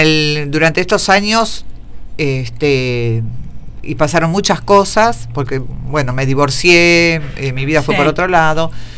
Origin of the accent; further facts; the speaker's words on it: Buenos Aires, Argentina; moved away as an adult; also born or lived in Luján; now in General Rodríguez, Argentina; Nosotros somos de Capital, pero de Capital nos mudamos a Luján, vivimos 3 años, y bueno, cuando hubo que venir, no, yo siguiendo a mi ex marido, yo no decidí nada, no decidía nada. Bueno, él decidió de que teníamos que venir a General Rodríguez